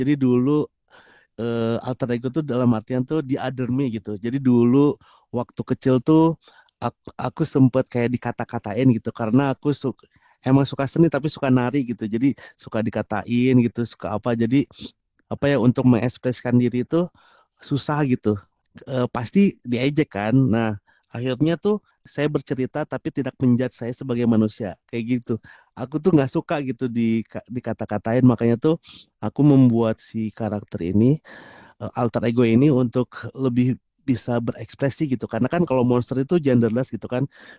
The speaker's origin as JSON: {"language": "Indonesian", "town": "Bandung", "region": "West Java", "country": "Indonesia", "tie": "born or raised there", "moved": "yes", "lives_now": "Yogyakarta, Indonesia", "said": "saya lahir di Bandung. Kebetulan asli orang Bandung, tapi sekarang tinggal di Yogyakarta."}